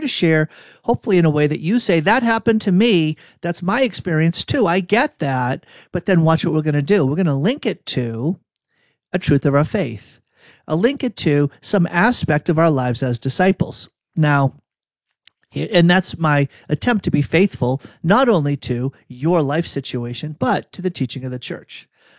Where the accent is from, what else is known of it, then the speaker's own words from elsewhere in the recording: Burlington, Massachusetts, United States; I grew up outside of Boston, a town called Burlington.